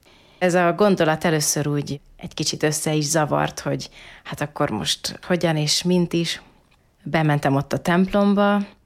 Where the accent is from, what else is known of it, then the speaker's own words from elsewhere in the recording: Budapest, Hungary; now in Miskolc, Hungary; nővér vagyok, Szent Ferenc kisnővérei közösség tagja, Miskolcon élek. Születésileg gyerekkoromban Budapesten nőttem fel, onnan származom, belvárosból, egy vallásos keresztény családból származom a szüleim.